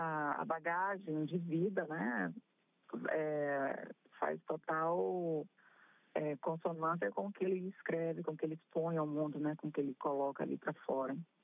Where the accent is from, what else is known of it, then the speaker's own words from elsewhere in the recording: São Luís, Maranhão, Brazil; moved away as an adult; also born or lived in São Paulo; eu nunca tinha saído de São Luís, eu saí de São Luís com 19 anos, né, para morar em São Paulo